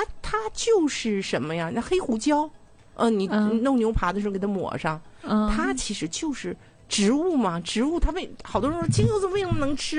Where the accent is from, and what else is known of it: Dalian, Liaoning, China